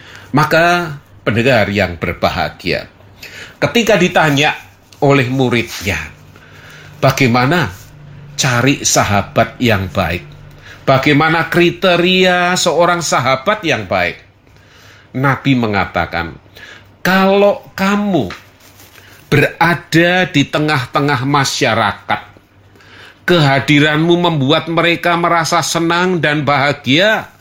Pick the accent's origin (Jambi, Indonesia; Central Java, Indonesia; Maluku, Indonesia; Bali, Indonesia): Central Java, Indonesia; Surakarta; sama-sama orang Jawa Tengah. Bahasa kita, orang Solo, dengan orang Semarang ada yang berbeda.